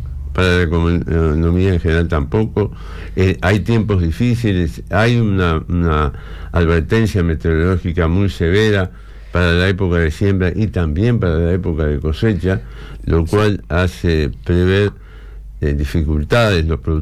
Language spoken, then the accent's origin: Spanish; Rocha, Uruguay; en los pagos de donde yo vengo, que es el norte del departamento de Rocha